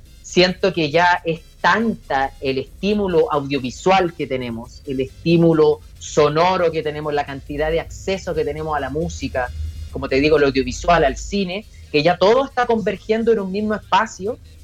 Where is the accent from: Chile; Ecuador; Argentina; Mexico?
Chile; como muchos chilenos y chilenas.